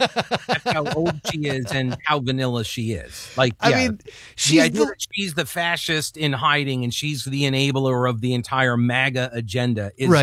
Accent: New York, United States; moved away; I am originally from New York

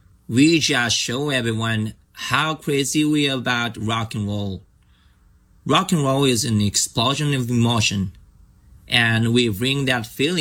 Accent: Tokyo, Japan; English is a second language; We're all from Tokyo, and we grew up together going to the same schools since elementary school.

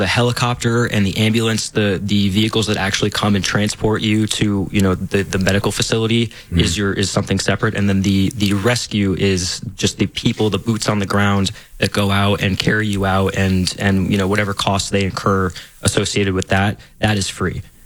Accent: East Coast, United States; also born or lived in New Hampshire; now in Colorado, United States; I'm from the East Coast, and it's very different where I come from.

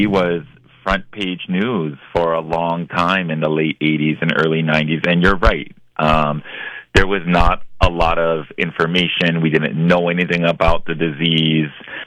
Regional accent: Captain Cook, Hawaii, United States; moved away as an adult; now in Honolulu, United States; I'm originally from South Kona on the Big Island. Mm-hmm. I grew up, born and raised in Captain Cook. I moved here over to Honolulu for college and just ended up staying here.

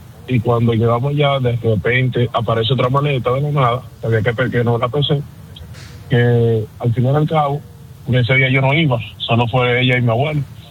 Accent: Santo Domingo, Distrito Nacional, Dominican Republic

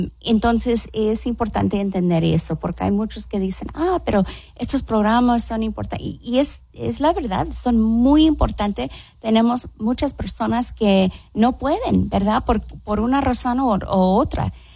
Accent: Los Angeles, California, United States; Es, yo me crié en los East LA, en, uh-huh. en el este de Los Ángeles.

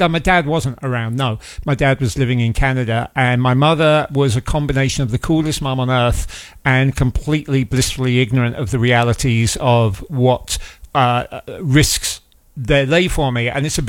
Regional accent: London, United Kingdom; We grew up young in London in those days, in England. We really, really did.

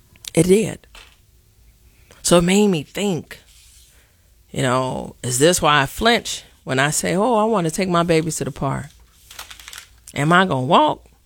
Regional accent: Chicago, Illinois, United States; growing up in Chicago, I walked everywhere with my mama.

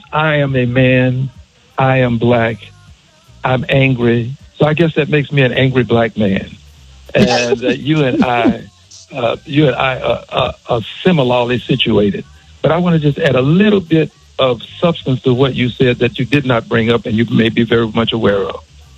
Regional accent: New Orleans, Louisiana, United States; born there; I was born in Charity Hospital in New Orleans, Louisiana. It no longer exists.

